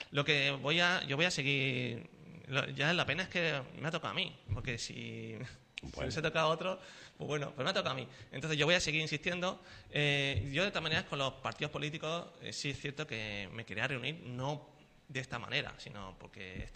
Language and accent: Spanish; Sanlúcar, Andalusia, Spain; Porque si hay una subvención para todo Sanlúcar, nosotros somos de Sanlúcar.